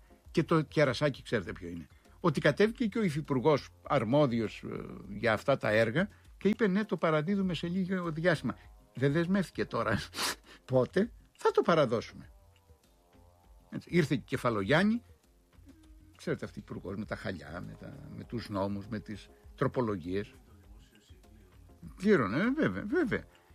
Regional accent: Crete, Greece; born or raised there

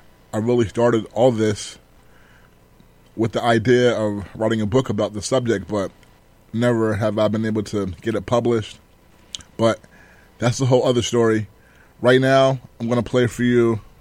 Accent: New York, United States; And I'm from New York, so I grew up a big baseball fan.

